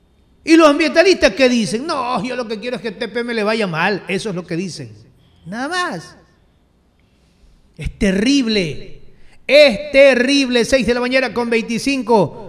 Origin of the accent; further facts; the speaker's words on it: Ecuador; Y como lamentablemente el Estado ha abandonado a sus protegidos, que somos los ecuatorianos